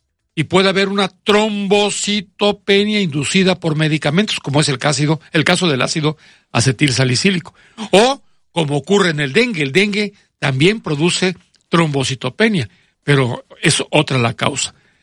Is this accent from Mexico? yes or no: yes; Poza Rica, Veracruz, Mexico; born there; Yo soy de Poza Rica, de la calle Emiliano Zapata, en la colonia Tajín. Ahí nací, exactamente en el 218 de esa casa.